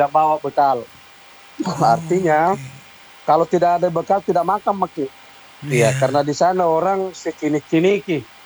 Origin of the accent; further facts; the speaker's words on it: South Sulawesi, Indonesia; Jadi itu tidak benar kalau kita Bugis Makassar itu kau tahu, saya tahu tidak seperti itu. Jadi kalau kita perantau Bugis Makassar